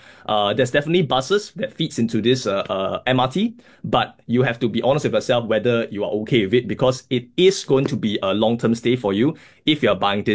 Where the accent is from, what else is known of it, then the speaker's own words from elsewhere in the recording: Singapore; I'm pretty sure everyone had went to Wild Wet before as a Singaporean, I think.